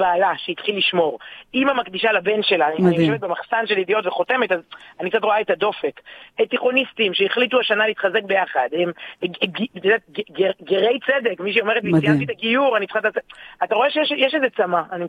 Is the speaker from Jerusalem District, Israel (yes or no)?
no; Ramat HaSharon, Tel Aviv District, Israel; born there; כנערה באמת בתיכון מצטיין ברמת השרון